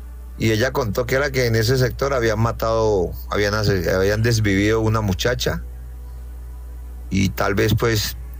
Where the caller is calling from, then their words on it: Palmira, Valle del Cauca, Colombia; desde Palmira, Valle del Cauca.